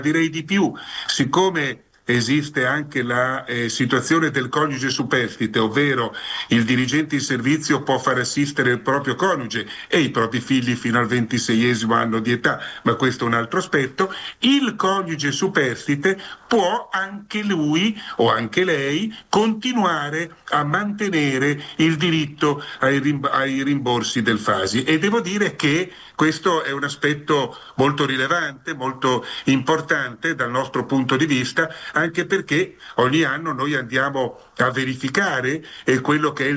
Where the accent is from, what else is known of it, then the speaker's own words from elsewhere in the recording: Friuli-Venezia Giulia, Italy; sono ancora in Friuli, arriverò a Roma solamente questa sera per impegni che mi trattengono nella mia terra.